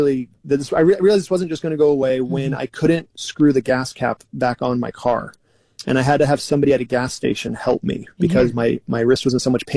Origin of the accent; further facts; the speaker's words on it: Orange County, California, United States; born there; moved away as an adult; also born or lived in San Luis Obispo; I had grown up in a congregation that I loved, but I moved away from there. Mm. And I moved up from Orange County to San Luis Obispo